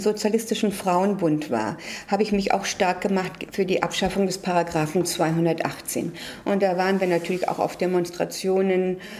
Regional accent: Berlin, Germany; born there

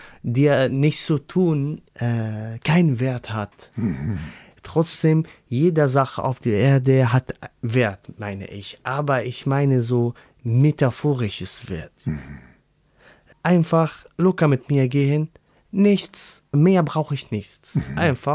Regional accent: Syria; German is a second language; moved away as an adult; now in Germany; Ich war 18 Jahre. Mhm. Und ich habe mein Heimatland gelassen wegen Würde. Ich möchte nicht als Sklave behandelt. Ich oder die anderen Syrer, andere Menschen, die aus Syrien gekommen sind, einfach Mensch.

